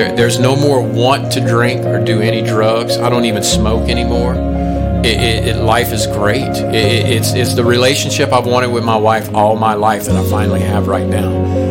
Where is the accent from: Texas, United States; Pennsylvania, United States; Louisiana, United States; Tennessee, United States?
Louisiana, United States; born or raised there